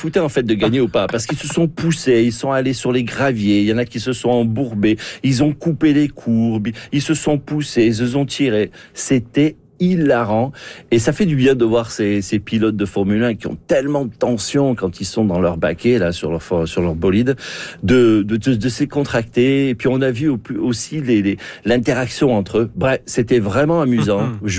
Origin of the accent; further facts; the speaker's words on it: France; en tant que Français